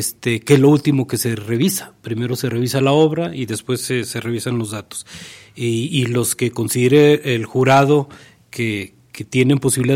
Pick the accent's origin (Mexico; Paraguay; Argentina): Mexico